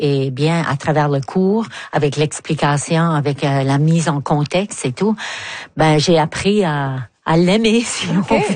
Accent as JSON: {"language": "French", "town": "Moncton", "region": "New Brunswick", "country": "Canada", "accent": "Chiac", "said": "J'avais pas lu grand-chose en français parce que moi, je suis chiac de Moncton. Donc, à l'époque, bon, dans les années 50, on n'avait pas vraiment accès à beaucoup, beaucoup de livres francophones."}